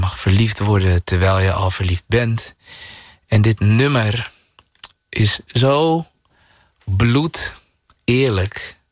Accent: Zaandam, North Holland, Netherlands; En nou ja, de plek waar ik vandaan kwam, Zaandam, was niet de meest heilige plek.

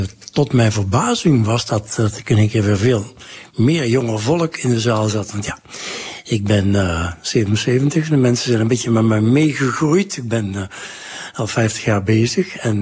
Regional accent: Nuenen, North Brabant, Netherlands; een concert van de fanfare in Nuenen, waar ik vandaan kom, de buurt van Eindhoven.

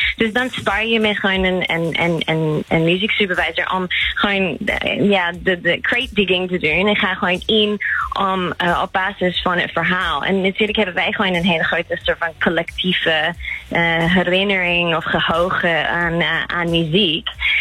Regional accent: Australia; Dutch is a second language; Nee, ik kom uit

